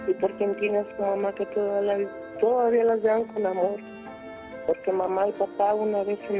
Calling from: Ameca, Jalisco, Mexico; De Ameca, Jalisco.

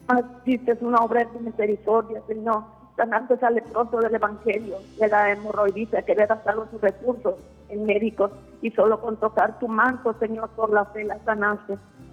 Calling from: Tamazula de Gordiano, Jalisco, Mexico; Tamazula de Gordiano, Jalisco

